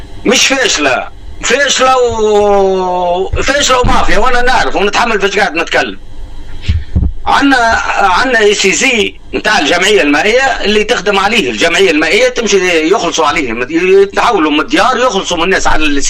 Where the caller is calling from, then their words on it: Portugal; نتكلم فيكم البرتغال انا.